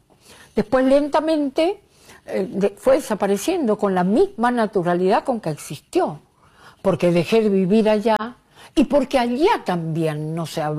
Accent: Corrientes, Argentina; born there; moved away; no vivo en Corrientes hace mucho

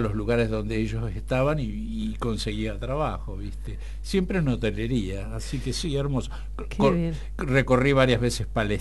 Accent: General Villegas, Buenos Aires Province, Argentina; nosotros somos de Villegas

